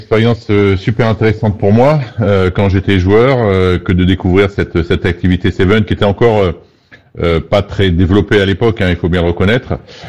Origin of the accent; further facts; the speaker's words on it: Auvergne-Rhône-Alpes, France; Moi, j'ai grandi en Auvergne, j'ai commencé le rugby à Vichy, pas très loin. Et comme tout jeune Auvergnat à l'époque